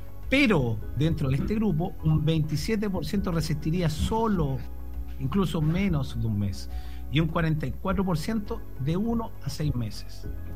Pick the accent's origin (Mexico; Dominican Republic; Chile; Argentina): Chile; nosotros como chilenos